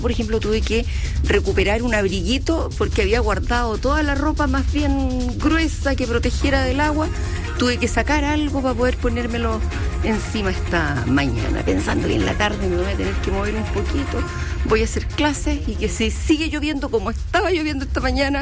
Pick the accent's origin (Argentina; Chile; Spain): Chile; Santiago, Santiago Metropolitan Region; Y como somos santiaguinos y creemos que cuando llueve aquí nos mojamos todo, les vamos a preguntar por la lluvia.